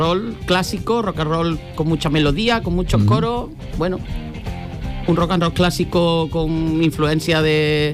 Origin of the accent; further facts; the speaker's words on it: Estepa, Andalusia, Spain; accent: acentillo ya casi cordobés de Estepa; now in Seville, Spain; yo soy de Estepa. Llevo ya muchos años viviendo por aquí en Sevilla, pero yo soy de Estepa.